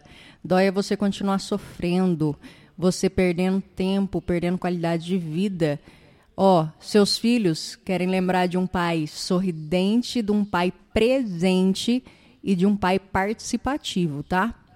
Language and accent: Portuguese; Paraná, Brazil; moved away; Ó, sulista igual eu, hein? É. Tá um pouquinho mais para baixo, eu sou do Paraná, mas tenho um amor muito grande pela região sul do Brasil.